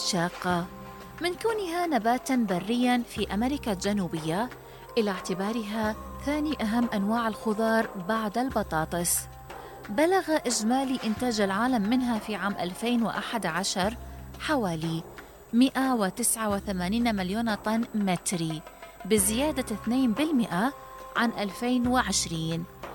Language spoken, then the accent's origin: Arabic; Basra, Basra Governorate, Iraq; عندنا في البصرة ما يحسدنا عليه سكان بقية المحافظات، الأصبور والزبادي والبرحي وحنة الفاو وحلاوة أبو الخصيب